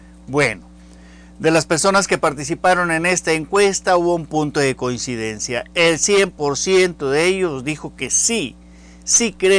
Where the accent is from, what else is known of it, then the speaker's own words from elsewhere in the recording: Matamoros, Tamaulipas, Mexico; moved away; en mi pueblo, es que yo vengo de la frontera de Matamoros